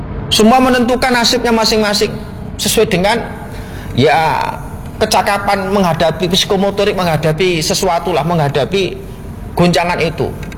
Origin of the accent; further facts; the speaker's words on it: Klaten, Central Java, Indonesia; Saya ini dari Klaten yang masuk wilayah Solo. Yang mana yang kita ini kami, kampung kami ini sangat dekat dengan Gunung Merapi